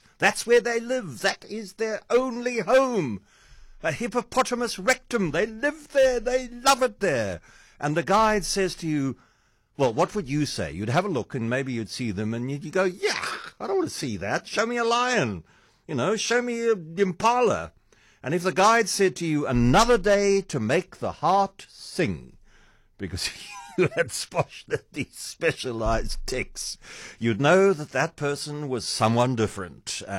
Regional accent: Eastern Cape, South Africa; I grew up in the Eastern Cape

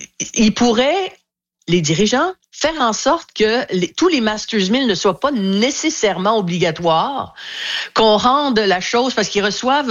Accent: Montreal, Quebec, Canada; chez nous à Montréal

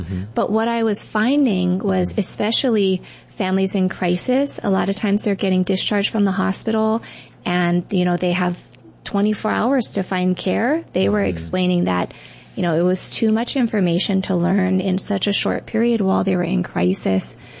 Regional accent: Kaneohe, Hawaii, United States; I am proud to say that I'm from Kaneohe, Windward Side

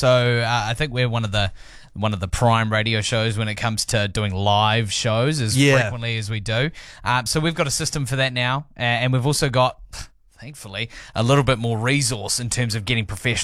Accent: Wellington, New Zealand; moved away; But also because it's in Wellington, that's my hometown.

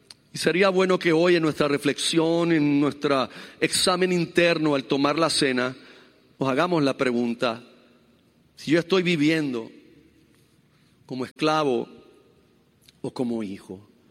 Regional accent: Puerto Rico; nosotros puertorriqueños, gentiles

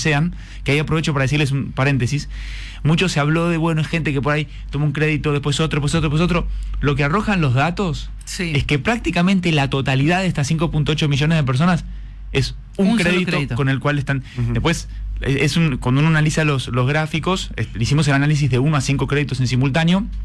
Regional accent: Argentina; nosotros como argentinos

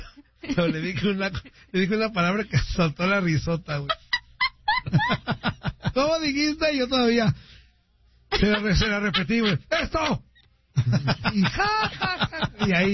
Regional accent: Guadalajara, Jalisco, Mexico; Y después ya salió la plática de que estaba más bonito, Guadalajara o Monterrey. Pues obviamente nuestro espíritu tapatío salió a defender.

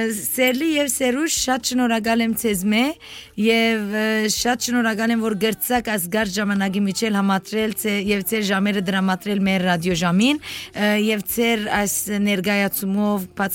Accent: Australia; գուզեմ, որ մենք ալ որպես ավստրալահայ քաղուտ, կաչալերել թե համասկայինի ֆորյումը Հայաստանի մեջ

